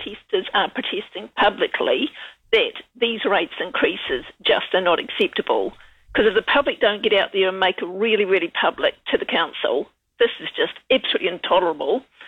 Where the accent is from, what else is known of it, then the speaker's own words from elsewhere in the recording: Wellington, New Zealand; Seriously, I come from Wellington